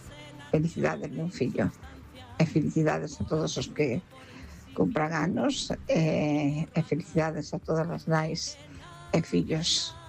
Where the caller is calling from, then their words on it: A Pobra, Galicia, Spain; Hola, boas noites a toda a familia de Pensando en Ti. … da Pobra.